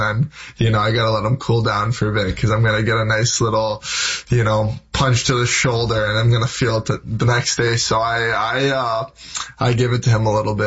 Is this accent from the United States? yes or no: no; Hamilton, Ontario, Canada; So, you know, when I'm in New York and they're like, where are you from? I'm always like, I'm from Toronto. And it's a little bit easier because they know where that is.